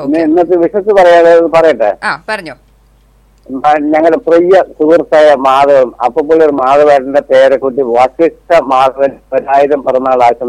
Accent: Kozhinjampara, Kerala, India; എന്റെ വീട് കൊഴിഞ്ഞാമ്പാറ.

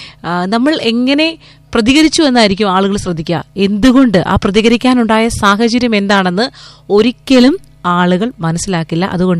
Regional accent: Karunagappally, Kerala, India; നമ്മൾ കരുതാപ്പള്ളിക്കാരുടെ ഒരു പ്രത്യേകത

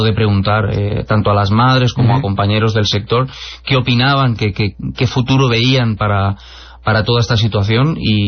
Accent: Spain; Como dices, es verdad que en otros países, yo personalmente que soy de España, creo que aquí sería una noticia nacional que estaría resonando en todos los lugares.

